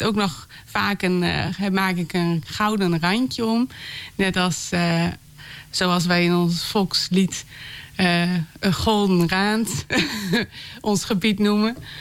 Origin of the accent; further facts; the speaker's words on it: Groningen, Netherlands; Ik ben ook geboren in de Reiderwolderpolder. Dus ben een boerendochter.